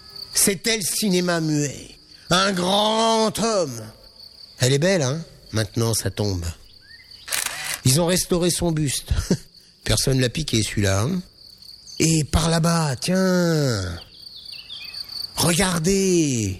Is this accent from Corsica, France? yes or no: yes; Corsica, France; now in Paris, France; Non, je suis corse. Mais ça fait un bras que je vis à Paris. J'ai une maison là-bas avec 500 mètres de plage juste pour moi. Mon père y vit toujours.